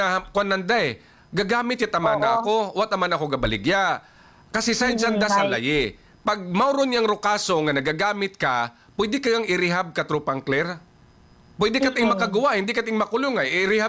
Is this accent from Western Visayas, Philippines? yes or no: yes; Western Visayas, Philippines; first language Aklanon; Kasi Aklanon kami. Yung salita namin is Aklanon.